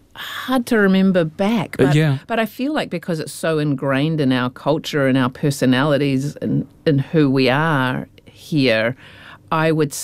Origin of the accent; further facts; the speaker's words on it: New Zealand; I'm a Kiwi